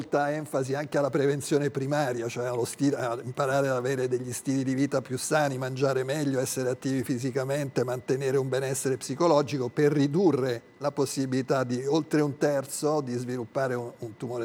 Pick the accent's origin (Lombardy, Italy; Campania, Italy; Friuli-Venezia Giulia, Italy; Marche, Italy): Marche, Italy; Ancona; Ancona, che è la mia città natale